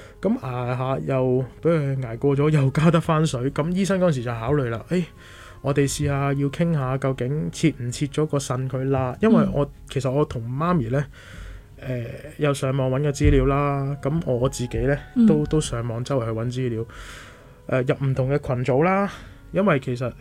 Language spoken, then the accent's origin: Cantonese; Hong Kong; 我嚟自香港